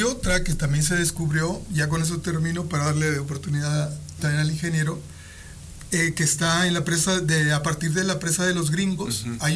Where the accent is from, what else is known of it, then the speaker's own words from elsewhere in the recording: Aguascalientes, Mexico; yo soy del Encino